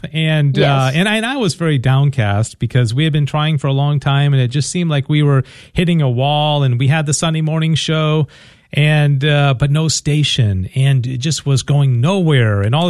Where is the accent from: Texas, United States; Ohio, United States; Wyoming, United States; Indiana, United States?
Texas, United States; Dallas; I'm from Dallas, and we're trying to get a station.